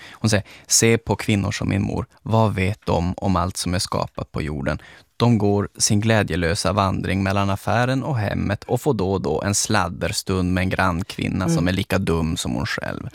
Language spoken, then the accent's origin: Swedish; Kiruna, Norrbotten County, Sweden; precis som det ju var i Malmfälten där jag är ifrån.